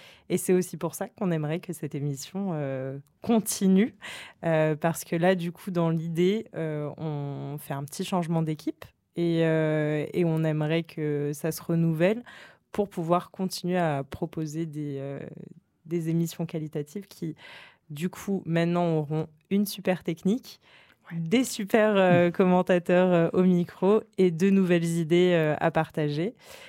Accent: Toulon, Provence-Alpes-Côte d'Azur, France; moi, je viens de Toulon

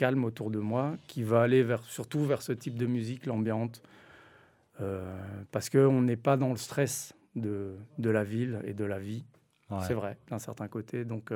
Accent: Belgium; Je suis belge, donc j'ai le droit de le dire.

